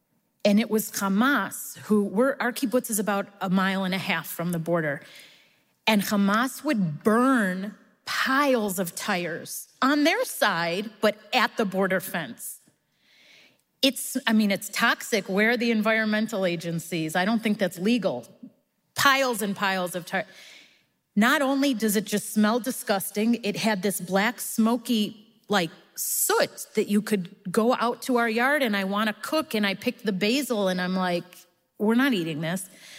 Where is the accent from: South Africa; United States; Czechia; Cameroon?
United States; Chicago, Illinois; now in Israel; Growing up in Chicago, we had snow days. Living in the South, you have rocket days. It's normal.